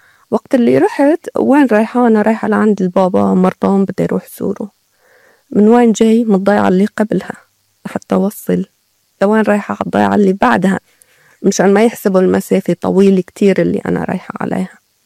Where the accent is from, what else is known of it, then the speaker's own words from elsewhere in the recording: Kafranbel, Idlib Governorate, Syria; لذلك ضيعتنا صارت خاوية على عروشها